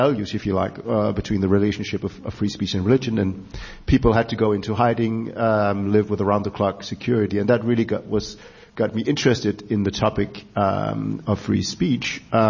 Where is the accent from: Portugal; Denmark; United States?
Denmark; Copenhagen, Capital Region of Denmark; I grew up, I was born and raised in Copenhagen, Denmark, which is a very secular liberal country.